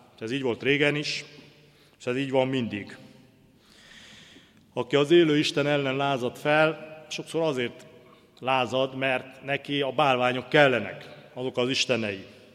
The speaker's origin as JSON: {"language": "Hungarian", "country": "Hungary", "said": "mint magyarok úgy őrizzük a monda világot"}